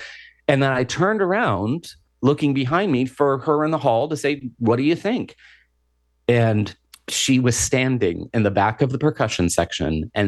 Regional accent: Kenmore, New York, United States; I'm this kid from Kenmore, New York.

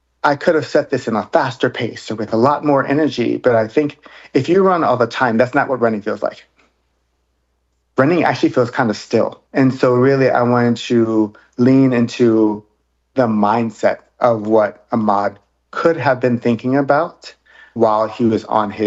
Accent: the South, United States; And again, I'm from the South.

